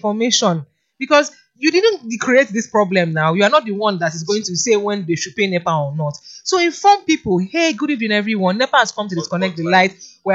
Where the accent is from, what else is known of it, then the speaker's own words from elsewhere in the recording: Lagos, Nigeria; from Satellite Town. Hey, from the hood, man. You know, I grew up in Satellite Town